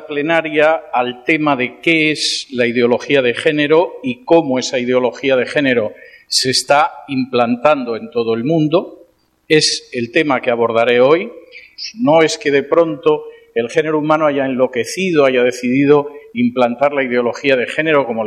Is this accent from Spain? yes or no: yes; Spain